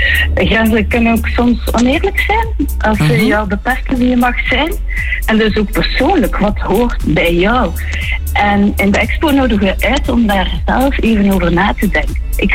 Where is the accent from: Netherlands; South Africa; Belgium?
Belgium; Ghent, Flanders; Als echte Gentenaar hoef je daar niet altijd te